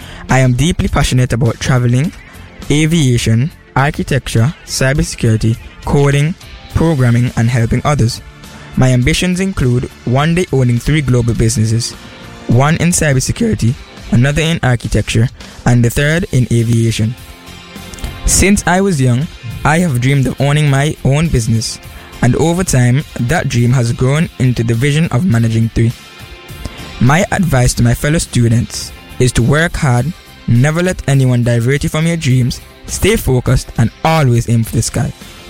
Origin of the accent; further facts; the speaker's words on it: Dick Hill, Montserrat; from Dick Hill, Montserrat, West Indies.